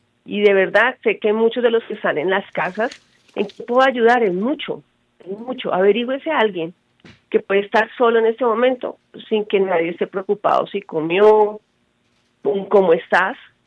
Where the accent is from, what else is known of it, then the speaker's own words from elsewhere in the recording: Colombia; lo que somos colombianos, emprendedores, colaboradores